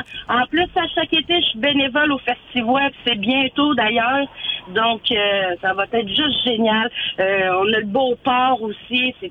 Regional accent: Drummondville, Quebec, Canada; now in Trois-Rivières, Canada; je suis originaire de Drummondville.

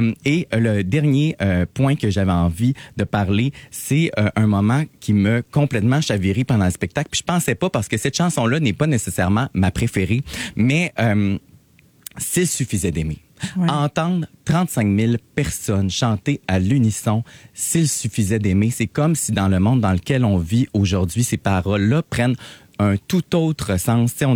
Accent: Quebec, Canada; Moi, j'avais un grand sentiment de fierté d'être Québécois.

